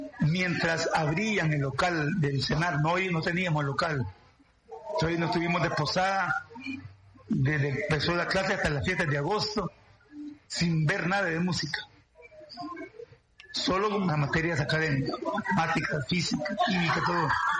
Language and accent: Spanish; Santa Ana, El Salvador; Allá en Santana, yo soy de Santana, nací un 9 de julio de un lejano 1954.